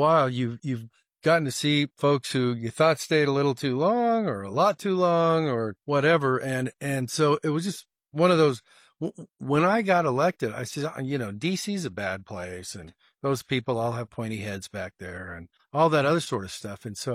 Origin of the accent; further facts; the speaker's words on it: Carson, United States; Well, I grew up in Carson, and it was a town of between 5 and 10,000 people.